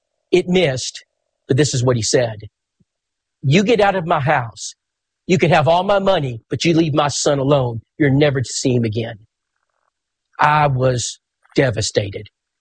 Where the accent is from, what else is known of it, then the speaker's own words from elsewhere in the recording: Bulverde, Texas, United States; When I was a young man growing up in Bulverde, Texas, my next door neighbor just across the block was Mel Hutzler